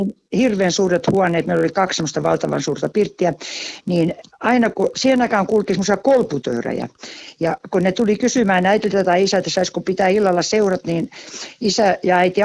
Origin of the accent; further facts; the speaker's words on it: Jokioinen, Tavastia Proper, Finland; born there; Jokioisilla mä synnyn ison maalaistalon. 9. lapsena isä oli sodassa Karhumäessä taistelemassa, kun mä synnyin